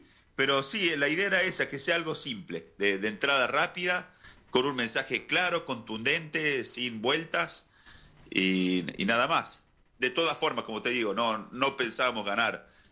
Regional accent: Villa Carlos Paz, Córdoba, Argentina; Nosotros somos nacidos y criados en Villa Carlos Paz. Yo ahora estoy viviendo en Villa Santa Cruz del Lago, un poquito a 8 kilómetros de Carlos Paz, pero es todo lo mismo.

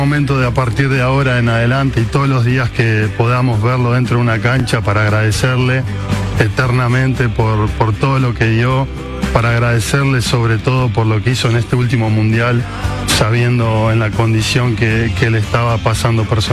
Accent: Argentina; tenemos que ser unos agradecidos como argentinos de tener a Messi con nosotros.

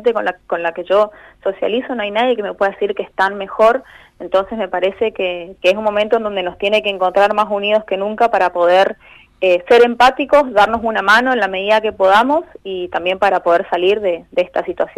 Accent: Argentina; como somos los argentinos resilientes y también vamos a poder salir de esta situación

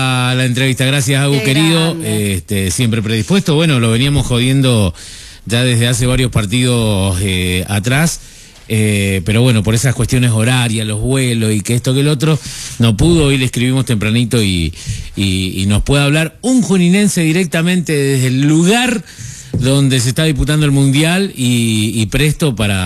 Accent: Argentina

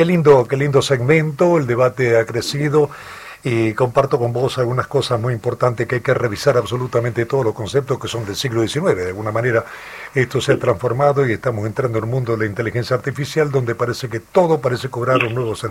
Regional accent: Argentina; no sé dónde vamos ni que somos los argentinos.

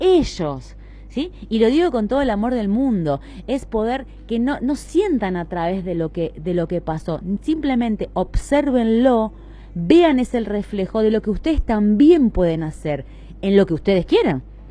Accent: Argentina; somos argentinos

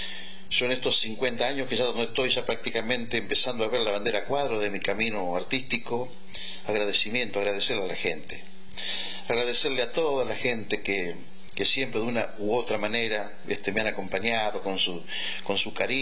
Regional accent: Quilmes, Buenos Aires Province, Argentina; compartir escenarios con artistas también de aquí, quilmeros como yo

